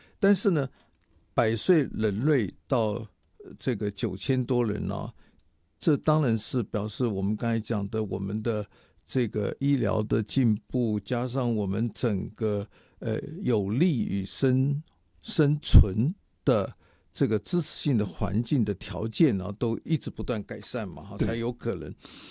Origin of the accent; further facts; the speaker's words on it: Taiwan; 身为台湾人啊，中华民国在台湾啊